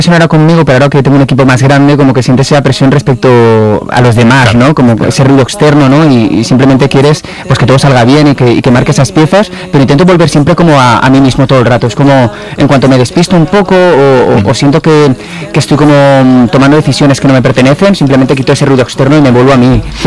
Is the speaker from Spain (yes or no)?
yes; Valencian Community, Spain